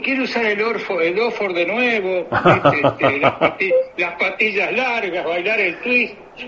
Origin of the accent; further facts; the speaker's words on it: Montevideo, Uruguay; born there; also born or lived in La Figurita, Montevideo; yo nací en Peñarol